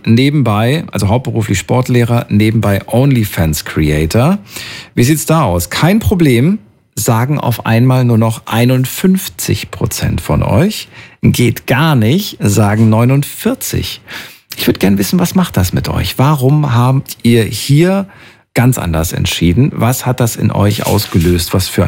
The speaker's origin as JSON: {"language": "German", "region": "Thuringia", "country": "Germany", "said": "Früher bin ich aus Thüringen und so weiter und da war FKK ganz normal, ne, in der ehemaligen DDR."}